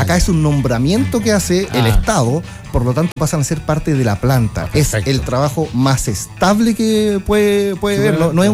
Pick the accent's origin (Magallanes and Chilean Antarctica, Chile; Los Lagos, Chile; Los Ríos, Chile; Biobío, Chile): Los Lagos, Chile; Chiloé; moved away; en mi caso particular, por ejemplo, yo soy de Chiloé.